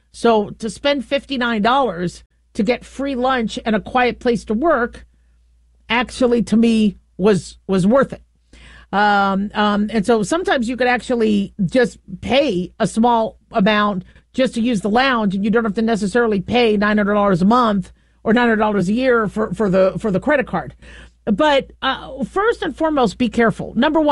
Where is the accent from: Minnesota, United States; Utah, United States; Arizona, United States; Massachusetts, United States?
Arizona, United States; Phoenix; moved away; I remember Circle K when I grew up in Phoenix, Arizona